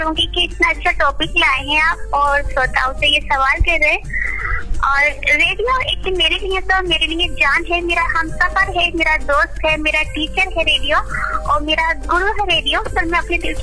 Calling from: Rampur, Uttar Pradesh, India; मैं वैसे तो कतरावा की रहने वाली हूँ लेकिन रामपुर में कतरावा पड़ता है।

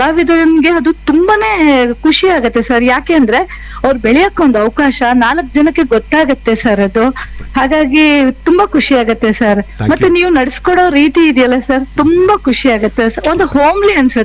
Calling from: Bengaluru, Karnataka, India; ಬೆಂಗಳೂರಿಂದ

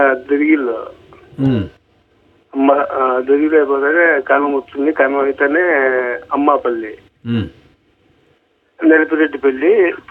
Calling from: Nakkalapalli, Andhra Pradesh, India; మాది సత్యసాయి జిల్లా మురిగిబ్బు మండలం నక్కలపల్లి సార్.

